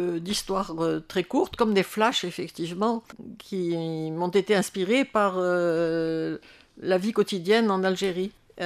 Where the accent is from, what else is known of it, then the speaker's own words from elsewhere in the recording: Tunisia; born there; moved away; Bon, je suis née en Tunisie, donc je recherche plus ou moins quelque chose qui me manque depuis que j'ai quitté la Tunisie.